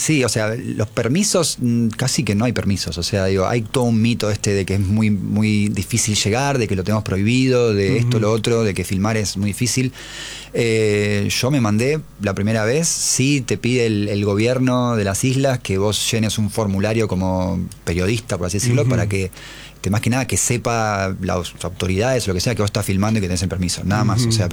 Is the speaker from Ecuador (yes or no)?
no; Argentina; lo único que nos une así como argentinos